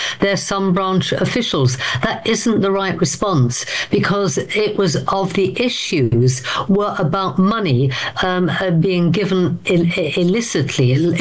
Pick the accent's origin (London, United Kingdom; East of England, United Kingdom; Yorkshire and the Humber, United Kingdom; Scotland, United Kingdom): London, United Kingdom; Camden; So I'm from Camden. I'm from a home in St Pancras, which is where we've now got a by-election.